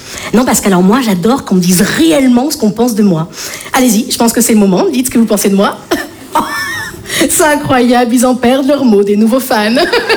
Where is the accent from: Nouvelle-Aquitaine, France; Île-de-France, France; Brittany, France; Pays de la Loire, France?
Nouvelle-Aquitaine, France; Bordeaux; je viens de Bordeaux.